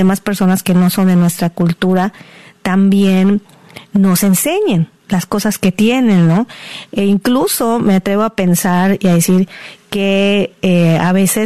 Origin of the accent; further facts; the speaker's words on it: Mexico; now in United States; Y cuando salimos de nuestro país, como por ejemplo nosotros que radicamos aquí en Estados Unidos, nos damos cuenta cómo siendo hispanos nos identificamos con el mismo tipo de comida